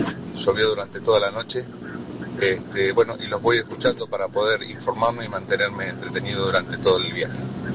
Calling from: Tandil, Buenos Aires Province, Argentina; de Tandil. Estoy viajando hacia Saladillo.

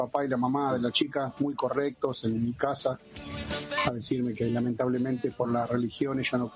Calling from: Gregorio de Laferrere, Buenos Aires Province, Argentina; de La Ferrer.

